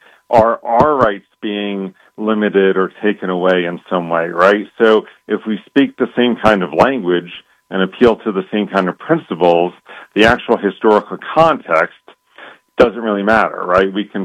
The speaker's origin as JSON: {"language": "English", "country": "United States", "said": "You know, I'm an American. I'm by nature optimistic."}